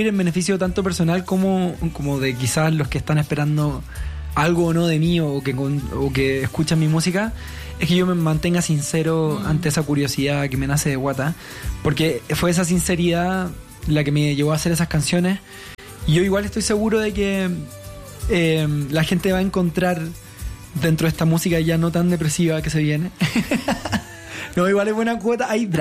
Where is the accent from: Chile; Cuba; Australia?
Chile; moved away; Soy como músico chileno